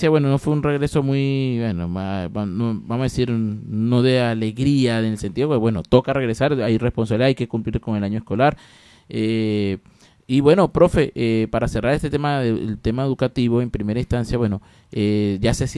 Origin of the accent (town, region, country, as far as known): Venezuela